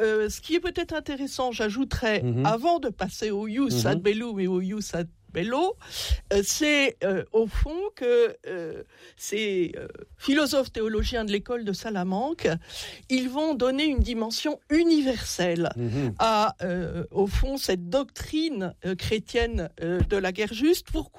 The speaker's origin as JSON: {"language": "French", "country": "France", "said": "parce que nous sommes français, le philosophe Jean-Jacques Rousseau"}